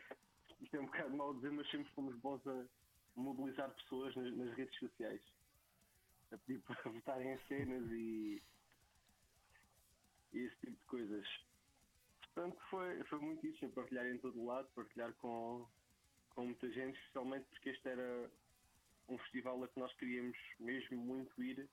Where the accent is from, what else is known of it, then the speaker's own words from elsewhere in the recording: Portalegre, Alentejo, Portugal; now in Évora, Portugal; nós somos de Évora, mas eu sou de Porto Alegre, apesar de viver já cá em Évora há 10 anos.